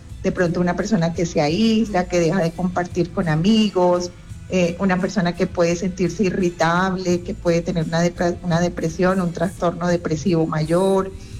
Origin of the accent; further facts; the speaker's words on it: Cartagena, Bolívar, Colombia; now in Medellín, Colombia; yo soy de Cartagena, pero lastimosamente no vivo en Cartagena